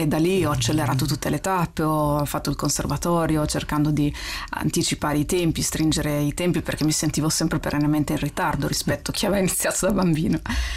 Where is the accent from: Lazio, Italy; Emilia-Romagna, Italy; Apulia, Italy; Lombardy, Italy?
Emilia-Romagna, Italy; Rimini; E sono di Rimini, 44 anni